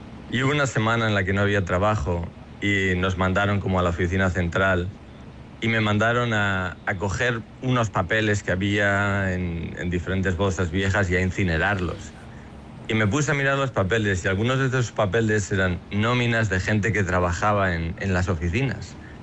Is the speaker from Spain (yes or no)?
yes; Vitoria-Gasteiz, Basque Country, Spain; moved away as an adult; now in New York, United States; nací y crecí en Vitoria